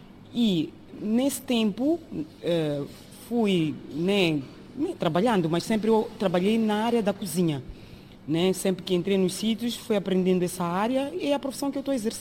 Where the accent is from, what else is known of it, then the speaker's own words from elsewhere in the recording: Maputo, Mozambique; moved away as an adult; now in Faro, Portugal; tenho 47 anos, sou de Moçambique, na cidade de Maputo, antigo Lourenço Marques. E há quantos anos estou aqui? Já estou há 24 anos, sim.